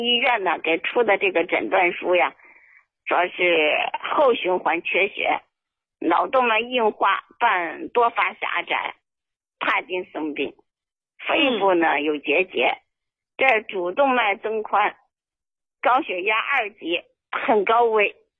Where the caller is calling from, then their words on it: Anshan, Liaoning, China; 我是鞍山的。